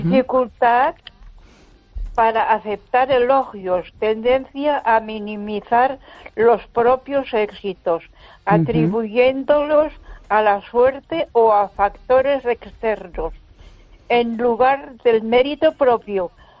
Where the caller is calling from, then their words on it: Ponferrada, Castile and León, Spain; de Ponferrada.